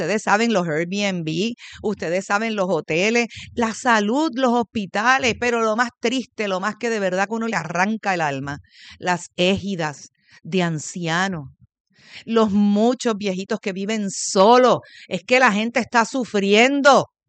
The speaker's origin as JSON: {"language": "Spanish", "country": "Puerto Rico", "said": "nosotros aquí en esta tierra boricua"}